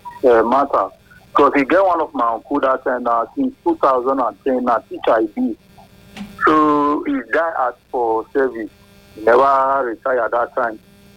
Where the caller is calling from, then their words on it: Benin; Mr. Samson, I'm calling from Benin.